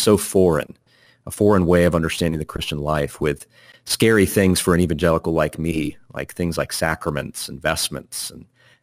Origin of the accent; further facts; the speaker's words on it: Northeast, United States; I grew up in the Northeast.